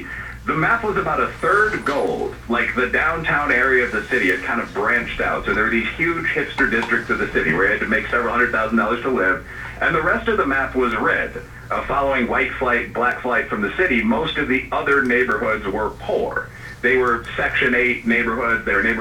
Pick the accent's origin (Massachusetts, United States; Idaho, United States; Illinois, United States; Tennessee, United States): Illinois, United States; Chicago; Yeah, I'm from Chicago originally, and we're not as expensive as New York, but yeah, that's $1 million house in a big city.